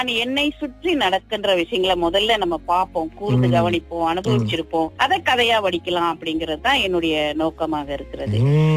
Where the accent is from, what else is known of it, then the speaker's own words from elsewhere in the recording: Sitiawan, Perak, Malaysia; நான் பிறந்து வளர்ந்த சித்தியவானில்